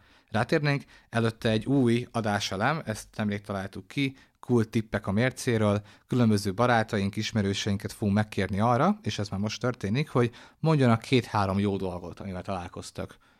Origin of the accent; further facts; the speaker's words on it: Hungary; Itt érzem maga, hát igazából sértve magyarként, úgyhogy ennek a társadalomnak a tagja vagyok